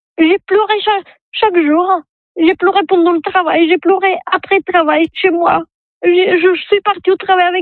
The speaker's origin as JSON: {"language": "French", "country": "Bulgaria", "tie": "born there", "second_language": "French", "moved": "yes", "lives_now": "western France", "said": "C'est pas une française. Je suis née à Bulgarie, mais je suis française. Je suis assez petite."}